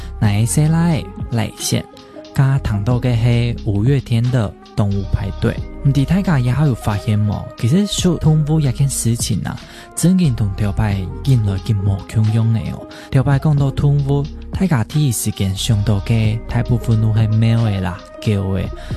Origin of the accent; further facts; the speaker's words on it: Pingtung County, Taiwan; 因为我老家是在屏东嘛，那我阿公以前在养猪的时候，他还有养了一只鸟